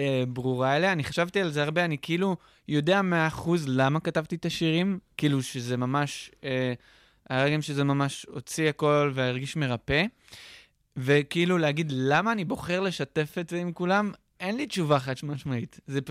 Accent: Holon, Tel Aviv District, Israel; born or raised there

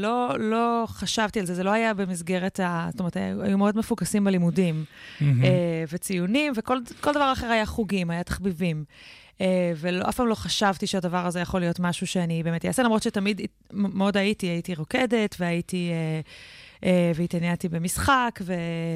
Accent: Jerusalem, Jerusalem District, Israel; born there; נולדתי בירושלים. ההורים שלי התגרשו כשהייתי קטנה, ואימא שלי עברה, עברנו די הרבה בארץ אחרי הגירושים, אז לא גדלתי. מה שנקרא, אני ירושלמית, אבל לא ממש

